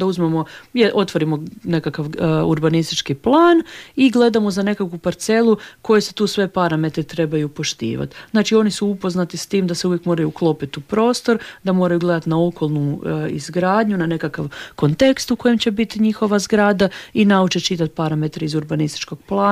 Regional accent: Pazin, Istria County, Croatia; ja sam inače iz Pazina

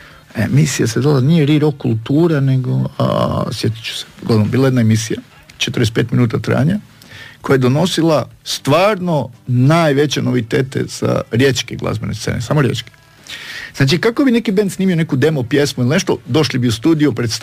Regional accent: Rijeka, Primorje-Gorski Kotar County, Croatia; Ja nisam bio u Beogradu u tom trenutku, odrastao sam u Rijeci, pa ti ne mogu reći gdje je bolje, gdje je lošije i šta je razlika.

